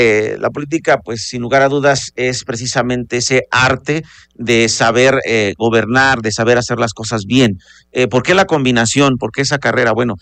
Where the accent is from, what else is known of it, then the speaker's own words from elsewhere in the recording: Puebla, Mexico; somos parte de la Mixteca, vecinos de la Mixteca. Yo soy originario del municipio de Toixtepec, allá en la parte de Tecamachalco, Tepeaca, Acatzingo, de esa zona. No obstante, nos identificamos con la región Mixteca.